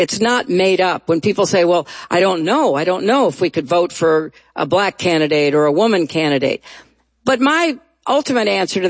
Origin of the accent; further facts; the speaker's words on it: New York, United States; But I'm not a Mainer. I'm a New Yorker.